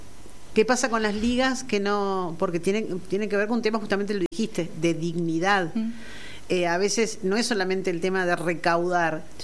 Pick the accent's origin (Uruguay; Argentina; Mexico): Uruguay; nuestra cabeza de uruguayos también es medio cuadrada